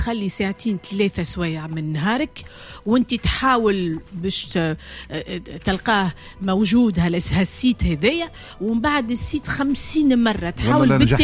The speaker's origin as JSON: {"language": "Arabic", "country": "Tunisia", "said": "أنا كمواطنة ما هيش مشكلتي، أنا كمواطنة تونسية"}